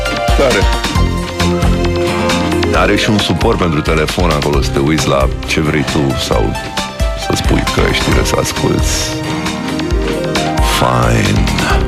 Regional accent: Slatina, Olt County, Romania; born there; also born or lived in Craiova; am plecat de la Craiova la Slatina.

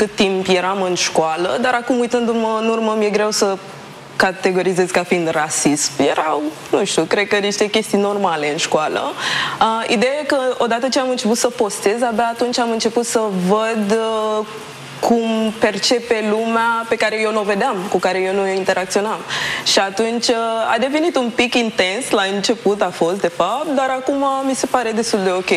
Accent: Romania; born there; România m-a format complet. Tot ce însemn eu acum, de la cum vorbesc, la cum reacționez, la ce mi-e dor când nu sunt acasă, e pentru mine în România.

